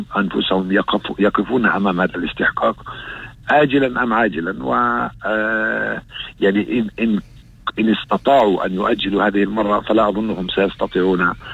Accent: Palestine

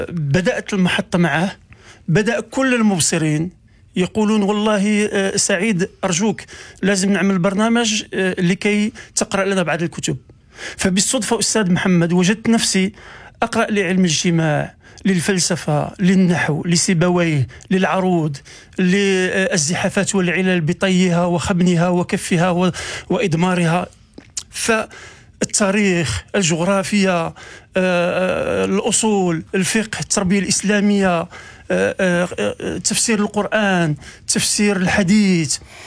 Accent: Morocco; accent: Moroccan; ونحن في المغرب لا نقول كفيف وإنما نقول بصير.

